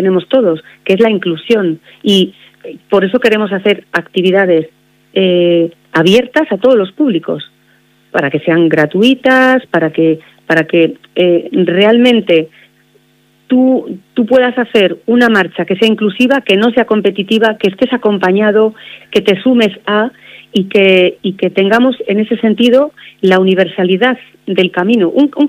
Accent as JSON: {"language": "Spanish", "town": "Santiago de Compostela", "region": "Galicia", "country": "Spain", "tie": "born there", "said": "Bueno, mira, yo nací en Santiago de Compostela"}